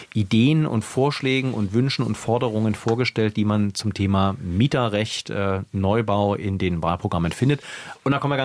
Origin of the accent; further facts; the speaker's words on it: Oranienburg, Brandenburg, Germany; born there; moved away as an adult; now in Berlin, Germany; ich bin gebürtiger Oranienburger, ich bin zum Studium, seit dem Studium bin ich in Berlin, war dann zwischenzeitlich mal weg.